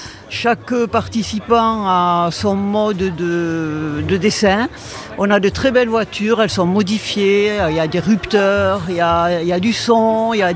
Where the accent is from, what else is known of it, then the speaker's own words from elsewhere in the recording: Prades, Occitanie, France; Moi je suis originaire de Prades.